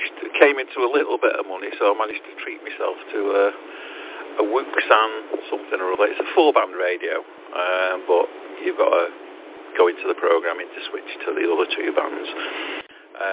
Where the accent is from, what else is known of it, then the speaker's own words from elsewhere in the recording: Manchester, North West England, United Kingdom; now in Liverpool, United Kingdom; I'm based in Liverpool. I don't know, I don't sound like a Scouser. Oh, that's because I'm not, I'm from Manchester. But yeah, I'm based in Liverpool, literally stones throw away from Anfield